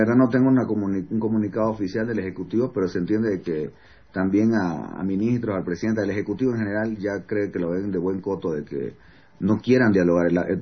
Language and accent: Spanish; Bolivia; como bolivianos, como ciudadanos que estamos actualmente acá viviendo lo que está pasando en la ciudad de La Paz